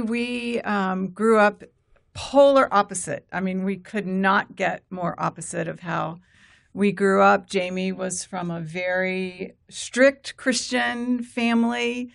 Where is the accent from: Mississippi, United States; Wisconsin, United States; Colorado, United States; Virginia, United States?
Virginia, United States; Richmond; It's crazy to me that I grew up Virginia sort of in the South. I'm from Richmond, Virginia